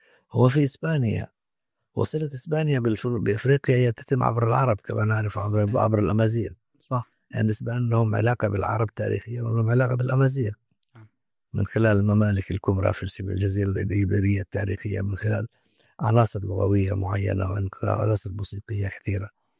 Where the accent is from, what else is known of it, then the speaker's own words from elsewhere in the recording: Yemen; نحن عندنا في اليمن في بعض اللغات التاريخية خبت أو تلاشت وذابت في أساس العربية العامة التي نتحدث فيها الآن